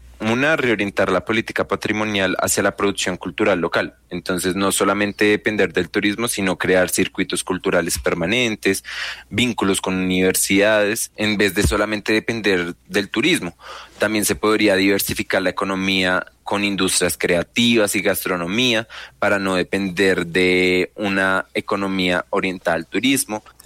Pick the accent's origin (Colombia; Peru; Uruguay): Colombia; en mi territorio, en mi país